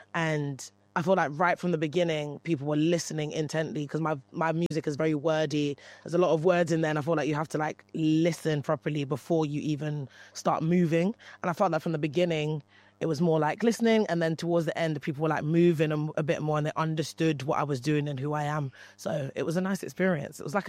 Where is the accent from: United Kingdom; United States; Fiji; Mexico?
United Kingdom; London; I'm from London and there's many different cultures in London and different people